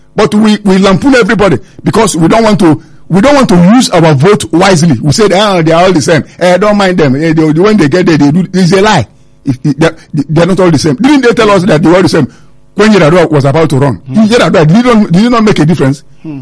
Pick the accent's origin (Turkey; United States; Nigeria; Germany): Nigeria; I'm a Nigerian.